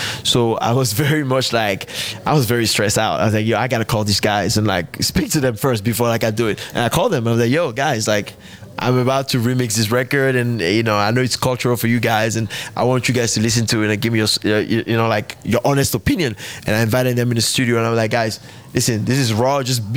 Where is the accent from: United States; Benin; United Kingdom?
Benin; Yeah, like I grew up in Benin, like nowhere in Africa.